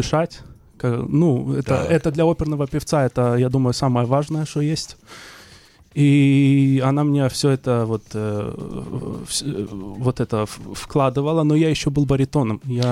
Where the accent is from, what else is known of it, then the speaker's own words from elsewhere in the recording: Israel; born there; Russian is a second language; Я родился в Израиле. У меня русский язык — это не мой родной язык.